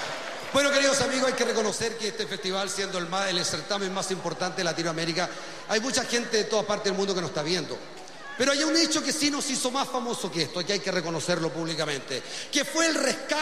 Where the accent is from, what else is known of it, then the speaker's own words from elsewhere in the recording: Chile; Así somos los chilenos